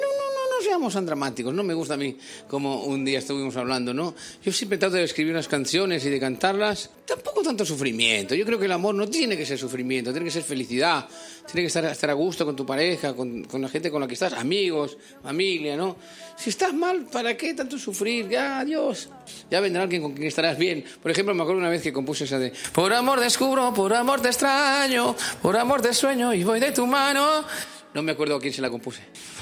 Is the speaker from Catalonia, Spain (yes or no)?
yes; Barcelona, Catalonia, Spain; que es de mi tierra, en Barcelona